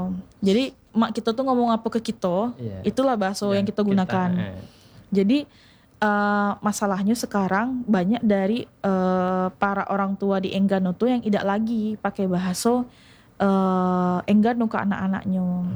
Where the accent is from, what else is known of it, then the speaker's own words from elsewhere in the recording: Bengkulu, Indonesia; kayak misalnya saya orang Bengkulu ngomong bahasa Indonesia tuh pasti orang ketahuan iku pasti orang Sumatera